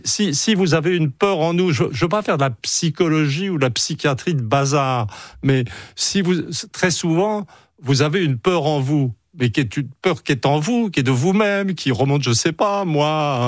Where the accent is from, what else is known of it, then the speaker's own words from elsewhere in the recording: France; la réalité, c'est que je suis un Français rien d'autre, et un occidental, je dirais, vraiment.